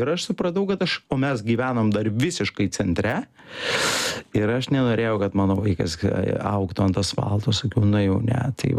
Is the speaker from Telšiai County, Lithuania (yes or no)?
no; Klaipėda, Klaipėda County, Lithuania; moved away as an adult; now in Vilnius, Lithuania; aš kaip klaipėdietis, aš visada turėjau kur važiuoti. Aš turėjau Šventąją, aš turėjau Palangą, aš turiu Kintus, Ventės Ragą, Nidą galų gale ir taip toliau, ir taip toliau. Ten Klaipėda yra puikus taškas. Kuomet atsikėliau gyventi Vilniuje